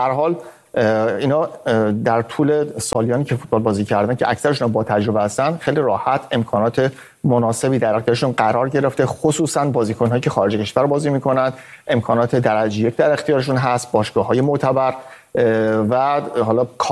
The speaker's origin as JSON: {"language": "Persian", "country": "Iran", "said": "همه ما ایرانی هستیم"}